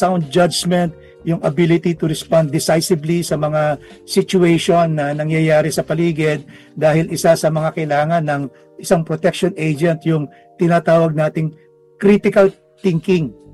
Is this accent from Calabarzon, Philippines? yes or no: no; Manila, Metro Manila, Philippines; ako ay nag-elementarya sa Holy Child Catholic School sa Tondo, Laking Tondo ako